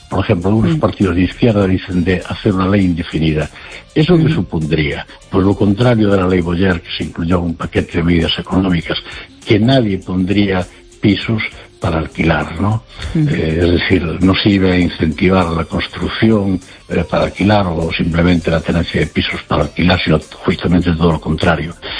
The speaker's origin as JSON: {"language": "Spanish", "town": "Madrid", "region": "Community of Madrid", "country": "Spain"}